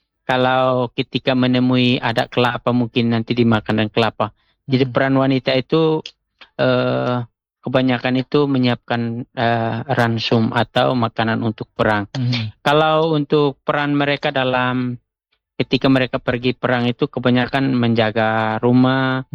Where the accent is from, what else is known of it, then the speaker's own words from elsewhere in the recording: East Nusa Tenggara, Indonesia; ada satu istilah kami orang Atoni itu bahwa obat musuhnya itu dia anti perempuan